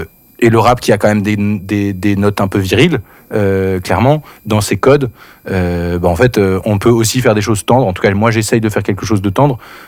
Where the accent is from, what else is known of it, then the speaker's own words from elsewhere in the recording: Hauts-de-France, France; born there; c'est le nom d'une rivière qui coule là où près de là où je suis né, dans le Pas-de-Calais, en Artois.